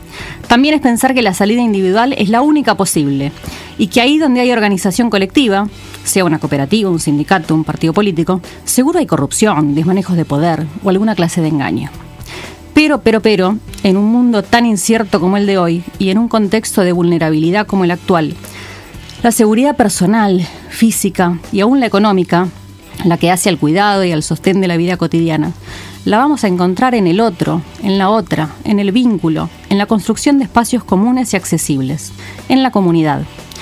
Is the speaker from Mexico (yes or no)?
no; Argentina; todo eso que nos une como argentinos y argentinas.